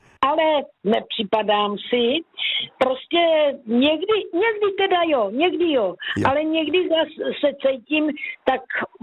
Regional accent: Jičín, Hradec Králové Region, Czechia; born there; chtěla bych se vrátit do mýho rodného města, kde jsem se narodila, a to je město Jičín ve východních Čechách v Českém ráji.

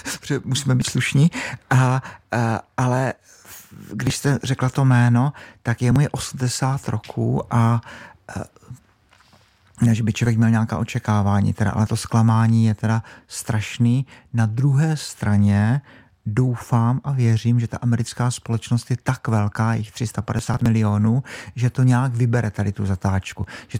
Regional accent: Brno, South Moravian Region, Czechia; Zase vycházím z toho, že jsem z Brna, tak se omlouvám

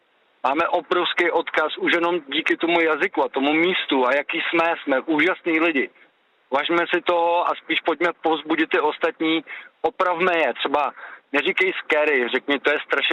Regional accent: Prachatice, South Bohemian Region, Czechia; Já jsem z Prachatická.

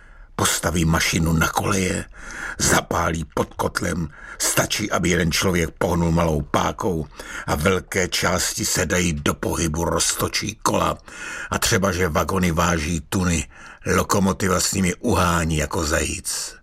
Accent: Smiřice, Hradec Králové Region, Czechia; A také jsem na ní jako kluk jezdíval, protože u nás ve Smiřicích vedla dlouhá vlečka z lihovaru na nádraží.

